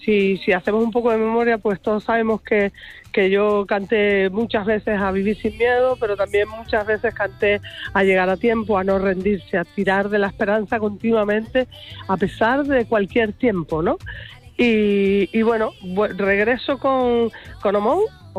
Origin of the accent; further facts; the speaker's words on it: Arrecife, Canary Islands, Spain; born there; se está terminando de empezar ahora en Arrecife, porque es el sitio donde yo nací, ¿no?